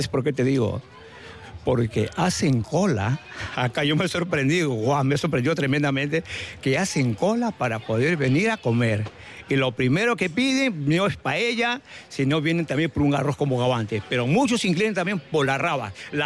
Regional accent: San Vicente de Cañete, Lima, Peru; now in San Vicente de la Barquera, Spain; Yo soy del Perú, soy de San Vicente de Cañete, que pertenece a Lima, a 2 horas de Lima. De San Vicente de Cañete venir a trabajar a San Vicente de la Barquera.

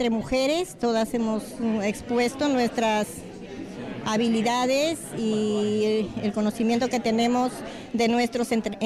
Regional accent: San Juan, Amazonas, Peru; Yo soy de San Juan, del departamento de Amazonas, Perú.

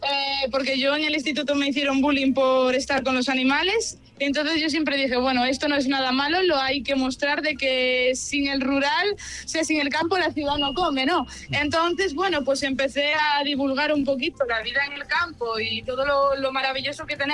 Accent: A Coruña, Galicia, Spain; somos del centrito de Galicia, de Melilla, Coruña.

